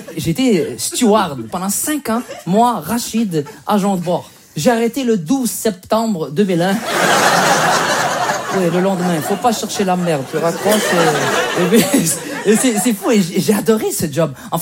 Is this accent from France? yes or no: no; Quebec, Canada; je suis un Québécois d'origine marocaine.